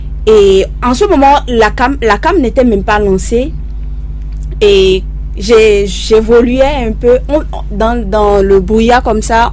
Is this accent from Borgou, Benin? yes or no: yes; Kalalé, Borgou, Benin; born there; je suis originaire de Kalalé, précisément de Buka.